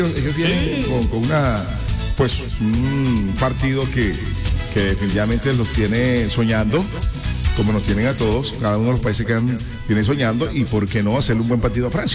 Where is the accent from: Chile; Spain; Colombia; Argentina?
Colombia; No, yo soy colombiano